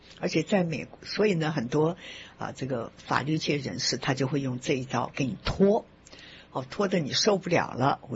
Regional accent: Taiwan; 因为我来自台湾，我们知道台湾非常有名的裕隆汽车，在我年轻的时候或更小时候，裕隆汽车就有了

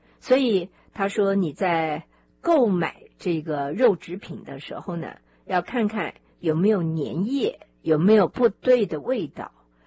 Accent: Taiwan; 其实热狗跟我们台湾人所吃的香肠基本上它就是属于这方面的食物

